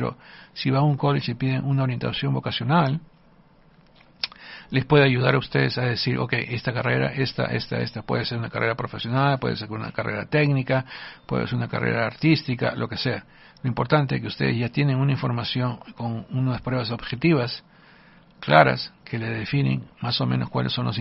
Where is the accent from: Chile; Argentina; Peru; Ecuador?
Peru; moved away as an adult; Por ejemplo, yo vine del Perú ya con una licencia, con un título profesional, ¿okay?